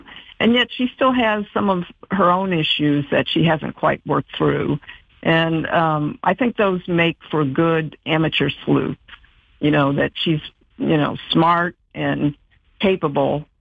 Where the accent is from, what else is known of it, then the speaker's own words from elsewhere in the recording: Indianapolis, Indiana, United States; moved away as an adult; I'm the only one from a large family that moved away from home. I'm originally from Indianapolis.